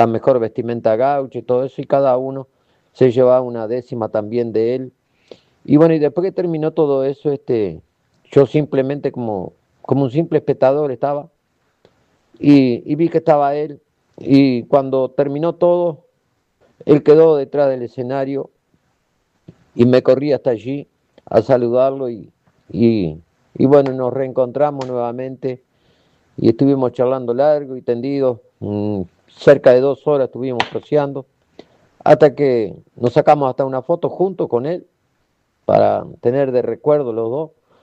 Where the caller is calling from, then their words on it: Chuy, Rocha, Uruguay; te digo muy buenos días desde aquí, desde Chuy, departamento de Rocha, Uruguay.